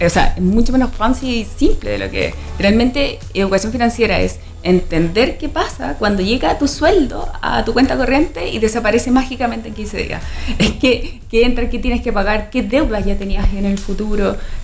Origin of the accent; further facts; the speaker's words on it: Chile; somos, como chilenos en general, somos súper desordenados con nuestras finanzas.